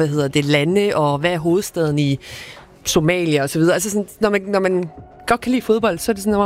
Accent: Bosnia & Herzegovina; moved away; så er jeg selv fra Bosnien.

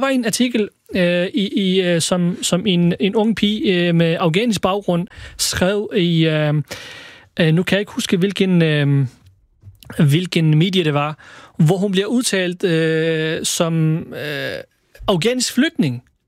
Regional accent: Iraq; now in Denmark; jeg er født og opvokset i Irak, men jeg er dansk i hjertet, og jeg føler mig ikke mindre dansk end alle andre ude i samfundet.

